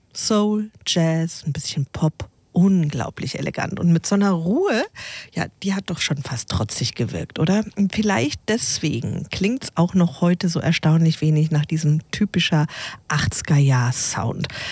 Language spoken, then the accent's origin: German; England, United Kingdom; Ich bin aufgewachsen in England und eigentlich eine ausgebildete Modedesignerin, wusstet ihr das?